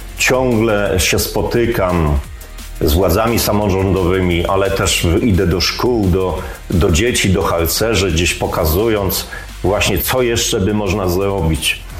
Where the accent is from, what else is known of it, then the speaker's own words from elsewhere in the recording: Mogilno, Kuyavian-Pomeranian Voivodeship, Poland; born there; now in Inowrocław, Poland; Nie jestem urodzony Inowrocławianinem. Wszyscy się dziwią właśnie. Urodziłem się w Mogilnie, czyli niedaleko, Żabiskok, ale od 1988 roku przeprowadziłem się do Inowrocławia, tutaj się ożeniłem, tutaj zamieszkałem